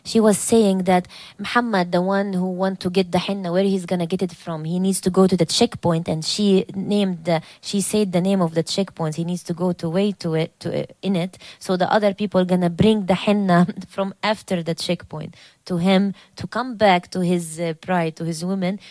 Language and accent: English; Jerusalem, Palestine; also born or lived in West Bank; Some of our families, I'm from Jerusalem. I was born in Jerusalem. My mother is from Jerusalem.